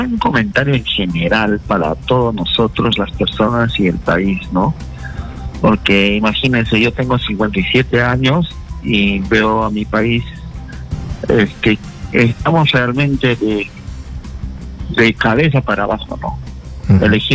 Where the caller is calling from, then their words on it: Lima, Peru; de acá de San Juan de Lurigancho.